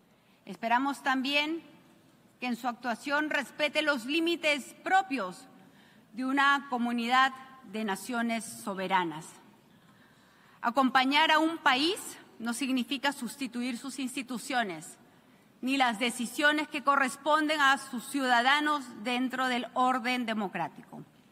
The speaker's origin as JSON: {"language": "Spanish", "country": "Peru", "said": "dispuestos nosotros como peruanos de colaborar"}